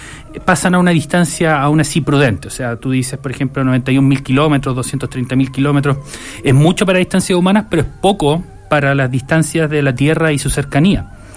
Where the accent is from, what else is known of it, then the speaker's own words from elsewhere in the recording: La Calera, Valparaíso, Chile; La Calera. Yo soy de La Calera.